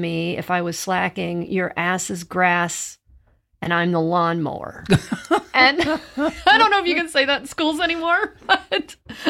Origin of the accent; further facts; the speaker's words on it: Erie, Illinois, United States; I grew up in Erie, Illinois.